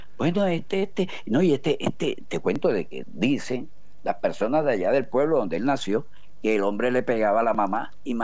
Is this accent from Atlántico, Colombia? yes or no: yes; Barranquilla, Atlántico, Colombia; como decimos acá en la costa